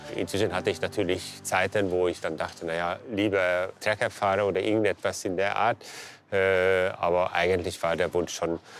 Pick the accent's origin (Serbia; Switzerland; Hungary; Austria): Hungary; moved away as an adult; now in Hannover, Germany; Ich komme ursprünglich aus Ungarn.